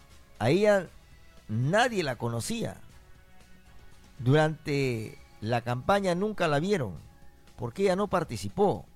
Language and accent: Spanish; Mochumí, Lambayeque, Peru; soy mochumano, en otras palabras, de un caserío de Mochumí, de muy finca.